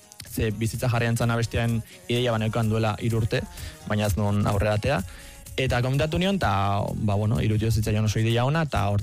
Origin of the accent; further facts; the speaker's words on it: Errenteria, Basque Country, Spain; Gero hirugarrena nire herrian, Errenteria horretan.